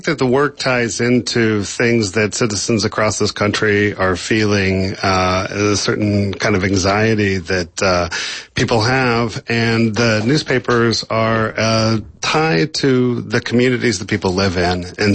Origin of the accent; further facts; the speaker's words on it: Kansas, United States; So I went back to my home state of Kansas, the center of the country. I kind of think of it as the heart of America